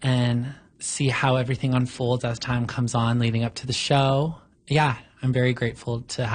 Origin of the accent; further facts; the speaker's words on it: Langley, British Columbia, Canada; I grew up in Langley, BC, and I started out with a few different competition studios, and so I would practice different genres and compete in the Lower Mainland.